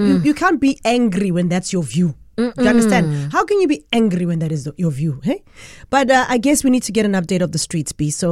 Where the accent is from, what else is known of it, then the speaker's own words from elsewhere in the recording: South Africa; But for me, as a South African